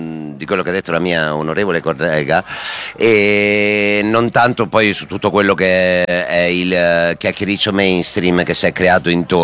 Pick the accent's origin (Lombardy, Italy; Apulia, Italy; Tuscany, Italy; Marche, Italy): Marche, Italy; Civitanova Marche; born there; Io nasco a Civitanova Marche, in un piccolo paesino vicino al mare.